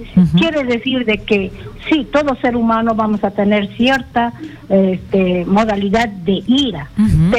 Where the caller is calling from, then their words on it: Huánuco, Peru; Soy de Huánuco.